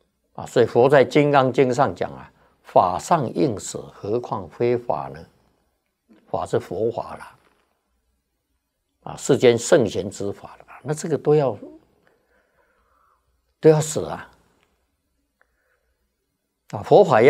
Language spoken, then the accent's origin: Chinese; China